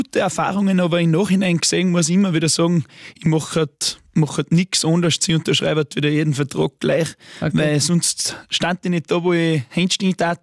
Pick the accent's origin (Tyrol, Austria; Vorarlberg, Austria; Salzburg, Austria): Salzburg, Austria; St. Martin; Natürlich meine ich auch damit meine Heimat St. Martin.